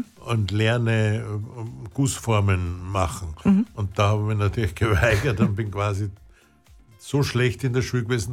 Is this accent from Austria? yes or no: yes; Wilhelmsburg, Lower Austria, Austria; Ich bin in Wilhelmsburg aufgewachsen, ja. Das hat 6000 Einwohner.